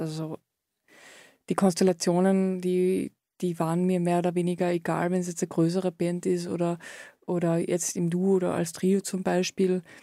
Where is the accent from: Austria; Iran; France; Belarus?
Austria; Köttmannsdorf, Carinthia; moved away as an adult; Also ich bin in Köttmersdorf aufgewachsen